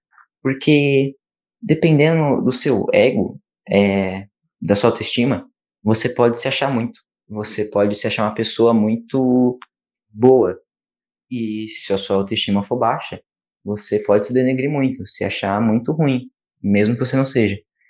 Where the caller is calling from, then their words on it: São Paulo, Brazil; eu sou do interior de São Paulo, moro em Itaiúba, sou estudante da ETEC de Bebedouro, primeiro ano